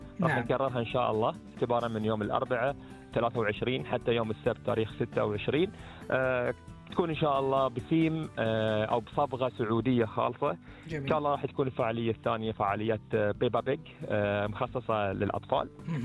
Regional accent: Bahrain; إحنا كبحرينيين

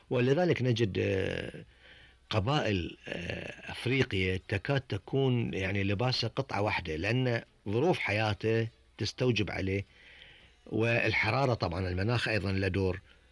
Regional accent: Bahrain; عندنا في البحرين

